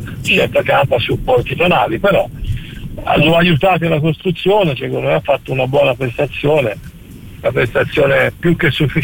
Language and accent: Italian; Emilia-Romagna, Italy; Che io sono emiliano e il mio papà era l'unico tifoso viola